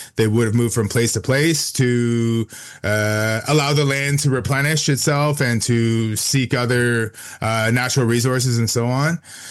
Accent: Wasauksing First Nation, Ontario, Canada; now in Sudbury, Canada; I currently live in Sudbury, Ontario, and I am originally from Wasauksing First Nation. That's on Georgian Bay near Parry Sound, Ontario. I'm of Anishinaabe and Canadian descent.

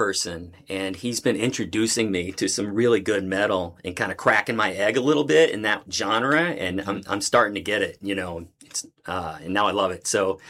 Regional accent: Southern United States, United States; I grew up in the Pentecostal Southern Bible Belt in a bit of a, I'm going to say cult-like environment

